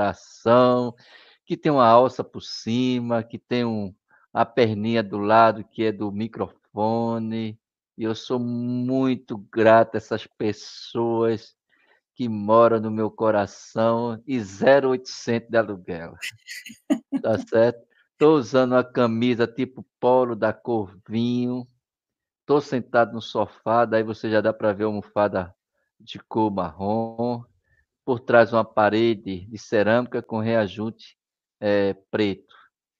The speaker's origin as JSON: {"language": "Portuguese", "town": "Recife", "region": "Pernambuco", "country": "Brazil", "said": "sou de Recife, Pernambuco, Brasil."}